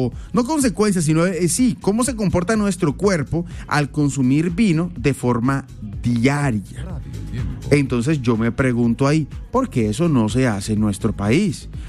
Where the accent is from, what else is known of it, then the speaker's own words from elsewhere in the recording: Colombia; Me encanta a mí sacar mi cédula de ciudadanía, mi pasaporte, presentar mis documentos y decir soy colombiano, orgullosamente.